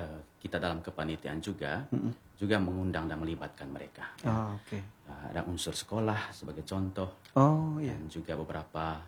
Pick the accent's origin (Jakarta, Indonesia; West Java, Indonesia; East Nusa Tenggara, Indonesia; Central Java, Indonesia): East Nusa Tenggara, Indonesia; Manggarai; kita orang Manggarai melihat alam itu sebagai ya ibu